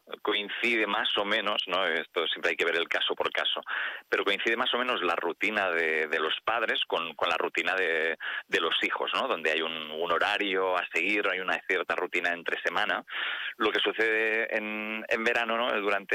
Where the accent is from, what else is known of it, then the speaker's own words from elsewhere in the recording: Figueres, Catalonia, Spain; Mira, yo mismo, en mi tierra, que yo soy del Alt Empordà, de Figueras